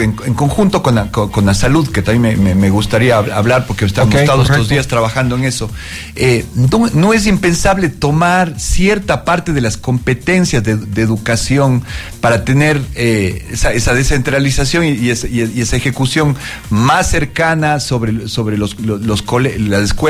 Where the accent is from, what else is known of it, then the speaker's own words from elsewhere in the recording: Cuenca, Azuay, Ecuador; Soy un cuencano común que he tenido la oportunidad de estudiar aquí, fuera, de tener experiencias públicas y privadas